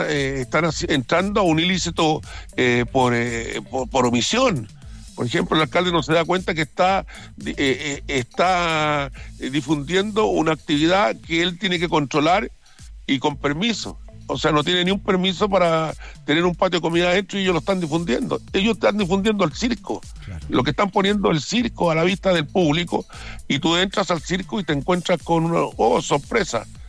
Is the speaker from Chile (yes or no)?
yes; Chile; en Chile la gente somos muy chilenos, en la gran verdad.